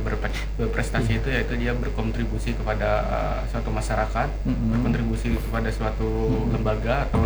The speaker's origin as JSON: {"language": "Indonesian", "town": "Banjarmasin", "region": "South Kalimantan", "country": "Indonesia", "tie": "born or raised there", "moved": "as an adult", "lives_now": "Palangkaraya, Indonesia", "said": "Saya lahir di Banjarmasin dan saya SMA-nya di Banjarmasin juga."}